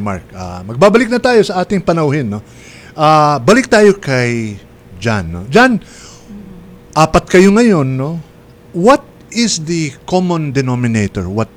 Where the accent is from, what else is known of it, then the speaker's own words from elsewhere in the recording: Pasay, Metro Manila, Philippines; I was born and raised in Pasay City. Sa Villaruel Street. Doon ako lumaki. Malapit sa Cartimar yun.